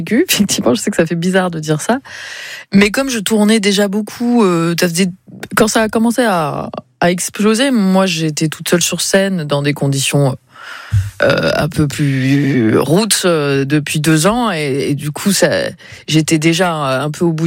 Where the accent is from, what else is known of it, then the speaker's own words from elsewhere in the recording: South, France; Attends, je suis du Sud.